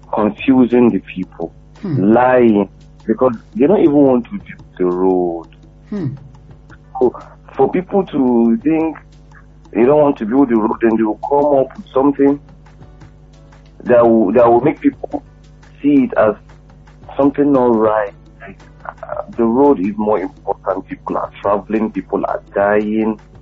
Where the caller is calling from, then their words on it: Nigeria; I'm calling you from Sawmill.